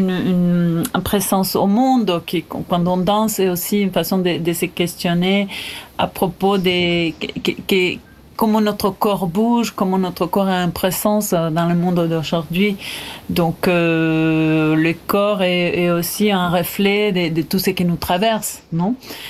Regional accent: Entre Ríos, Argentina; born or raised there; also born or lived in Córdoba

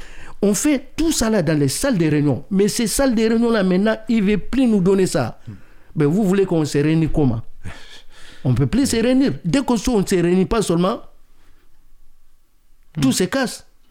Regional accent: Mali

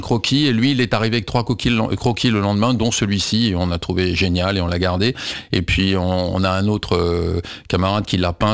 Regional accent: France; nous on est français

